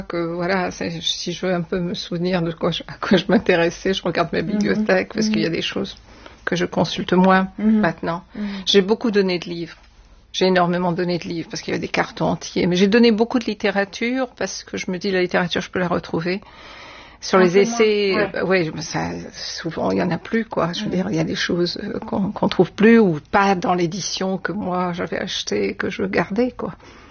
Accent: Réunion; je viens de La Réunion, c'est un axe Afrique-Asie, donc on est très loin de la France

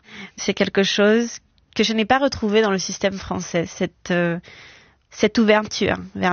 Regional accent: Guadeloupe, France; now in United States; Alors qu'en France, quand j'ai grandi en Guadeloupe, je n'avais pas accès au conservatoire, par exemple.

